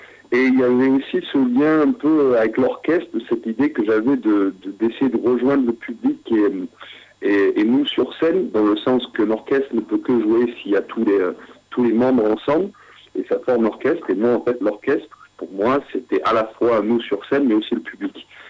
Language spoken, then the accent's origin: French; Scotland, United Kingdom; accent: Scottish; French is a second language; Et en plus, mon accent écossais qui varie sort de temps en temps dans les paroles, ça aide pas aussi.